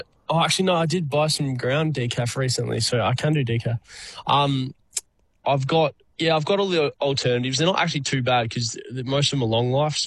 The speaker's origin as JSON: {"language": "English", "region": "Victoria", "country": "Australia", "said": "I'm from Victoria, so, yeah, back home there eventually."}